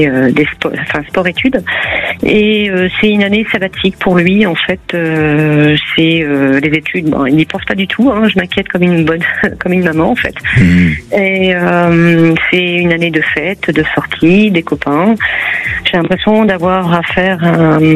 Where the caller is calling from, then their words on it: Rennes, Brittany, France; De Rennes.